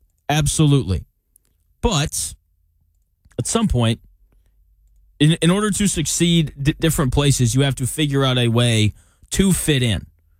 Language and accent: English; the South, United States; now in Midwest, United States; I'm from the South